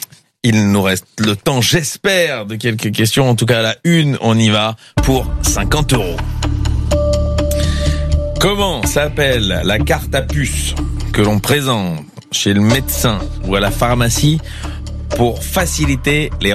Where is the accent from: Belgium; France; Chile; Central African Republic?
Belgium; Je suis belge.